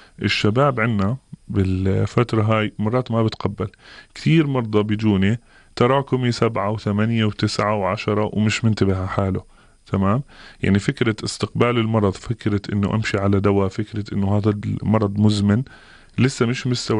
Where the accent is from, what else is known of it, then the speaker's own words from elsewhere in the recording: Jordan; عندنا بالأردن بالذات الشرق الأوسط بشكل عام، وعندنا بالأردن نظام الحياة واستعداد الجيني اللي عندنا